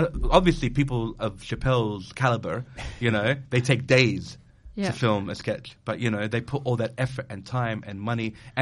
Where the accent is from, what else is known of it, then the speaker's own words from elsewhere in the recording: Australia; moved away as an adult; also born or lived in Bahrain; now in Adelaide, Australia; I was raised in Australia.